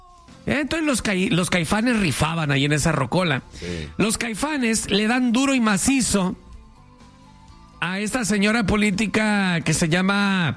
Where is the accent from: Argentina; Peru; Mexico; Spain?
Mexico; Somos mexicanos y no es que España mejor, no es que Europa